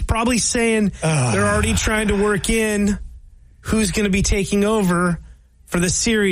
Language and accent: English; Seattle, Washington, United States; born there